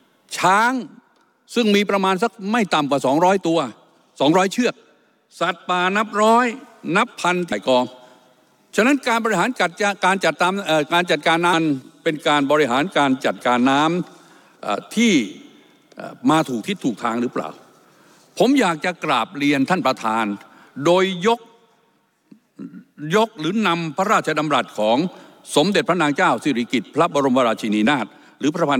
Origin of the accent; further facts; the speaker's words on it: Rayong, Thailand; ผมเป็นคนจังหวัดระยอง